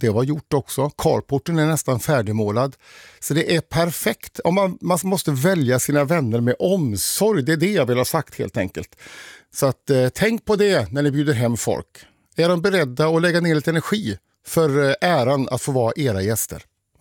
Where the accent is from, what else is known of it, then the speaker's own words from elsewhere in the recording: Uddevalla, Västra Götaland County, Sweden; also born or lived in Ulricehamn; Västergötland, Ulricehamnstrakten, det är mina första 11 år, och sen så har vi Uddevalla, Bohuslän som var resterande ungdom.